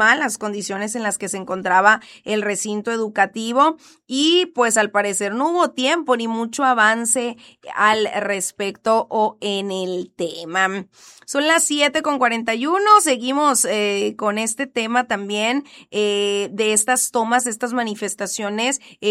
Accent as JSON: {"language": "Spanish", "country": "Mexico", "said": "Como buenos mexicanos, siempre destaca ahí aquello que no está tan bonito en comparación con aquello que sí"}